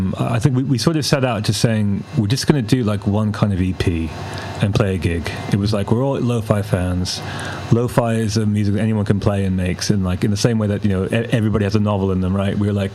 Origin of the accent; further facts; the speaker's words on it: Bath, South West England, United Kingdom; I'm from Bath